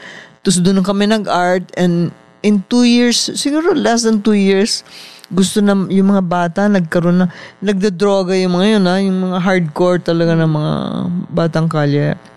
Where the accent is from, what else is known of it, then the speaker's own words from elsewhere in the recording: Parañaque, Metro Manila, Philippines; Kasi napakadaming batang kalye dito sa Pilipinas. Lalo na sa Paranaque, dahil taga Paranaque po kami.